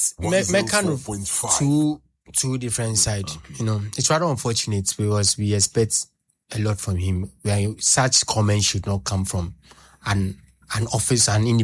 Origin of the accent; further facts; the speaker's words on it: Ghana; I'm Ghanaian citizen first